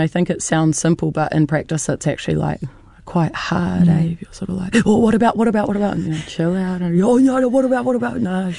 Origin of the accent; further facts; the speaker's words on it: Wellington, New Zealand; now in Auckland, New Zealand; I was born and raised in Pōneke in Wellington, but have been living in Auckland on and off for the past 10 years.